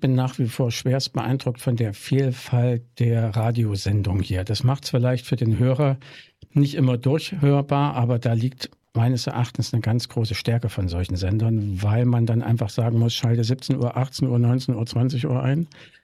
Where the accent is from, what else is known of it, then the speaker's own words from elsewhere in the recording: Jena, Thuringia, Germany; moved away as an adult; Ich komme ja aus Jena und wir hatten in Jena einen offenen Hörfunkkanal schon aufgebaut